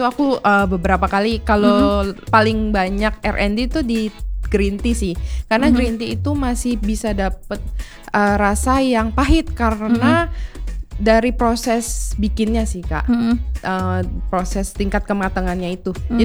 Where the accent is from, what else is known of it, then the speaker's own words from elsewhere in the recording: Medan, North Sumatra, Indonesia; Bukan, karena aku dari Medan sih, Kak.